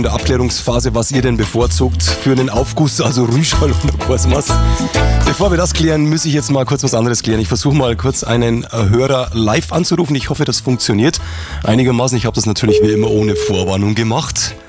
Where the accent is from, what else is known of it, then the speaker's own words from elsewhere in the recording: Bavaria, Germany; Ich bin ja Niederbayer.